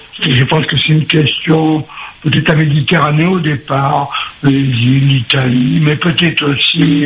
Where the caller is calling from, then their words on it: Nouvelle-Aquitaine, France; j'habite donc à Métropole, j'habite en Gironde, voilà. Je suis à la retraite depuis 18 ans